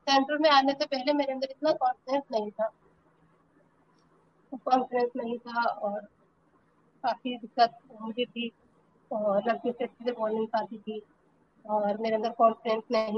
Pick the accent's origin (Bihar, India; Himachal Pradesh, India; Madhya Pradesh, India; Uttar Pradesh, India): Uttar Pradesh, India; Rampur; born or raised there